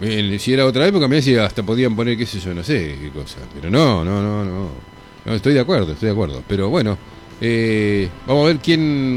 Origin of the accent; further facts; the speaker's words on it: Argentina; nosotros somos la República Argentina